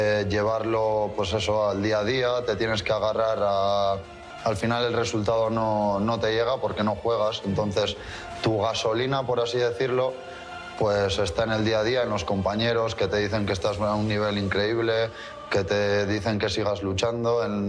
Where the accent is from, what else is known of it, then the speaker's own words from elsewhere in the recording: Mexico; Que el 90% de mis familiares son mexicanos, somos mexicanos. Mi madre pues siempre me lo ha inculcado mucho y lo ha sentido mucho.